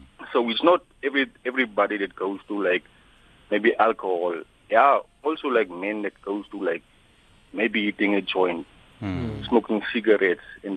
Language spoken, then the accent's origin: English; Rehoboth, Hardap, Namibia; moved away; And I came to my hometown, which is Rehoboth